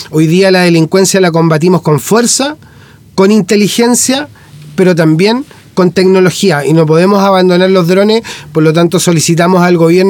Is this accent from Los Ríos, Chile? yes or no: yes; Valdivia, Los Ríos, Chile; born there; soy concejal de Valdivia, mucho orgullo de la ciudad que amo y que nací.